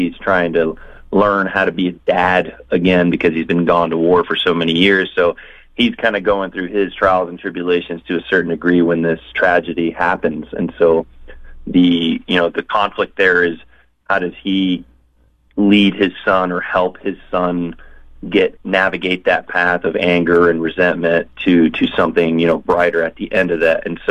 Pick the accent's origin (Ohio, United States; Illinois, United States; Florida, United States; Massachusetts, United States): Florida, United States; I was raised in Florida in a rural town